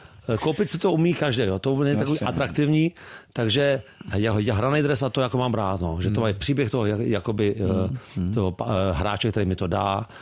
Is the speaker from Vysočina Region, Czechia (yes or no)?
no; Prague, Czechia; A narodil jsem se na bojišti Praha 2. Celý život jsem jako v Praze.